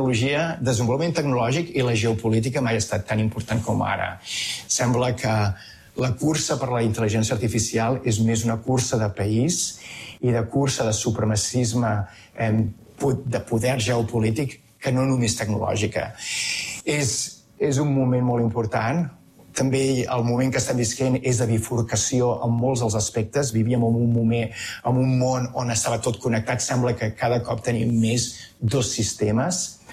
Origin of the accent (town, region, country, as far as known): Catalonia, Spain; now in San Francisco Bay Area, United States